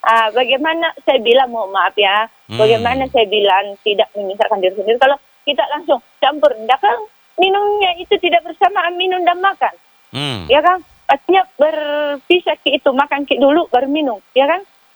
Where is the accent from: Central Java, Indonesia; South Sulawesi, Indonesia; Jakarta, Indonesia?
South Sulawesi, Indonesia; Makassar; sebagai warga Kota Makassar yang baik